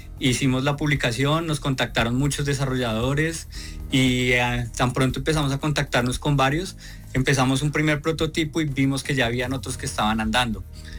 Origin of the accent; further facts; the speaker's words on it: Bogotá, Colombia; now in Pereira, Colombia; Pues yo originalmente soy de Bogotá, pero hace muchos años que vivo acá.